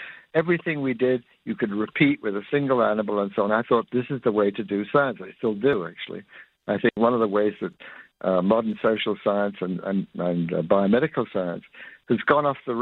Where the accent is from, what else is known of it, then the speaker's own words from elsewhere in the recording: England, United Kingdom; moved away; I grew up in England